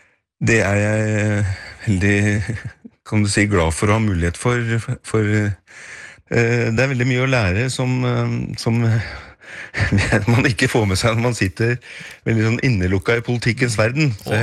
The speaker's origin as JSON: {"language": "Norwegian", "region": "Oslo", "country": "Norway", "tie": "born or raised there", "said": "Det går jo en lang linje her fra da jeg ble født og vokste opp i Groruddalen i nye blokker der."}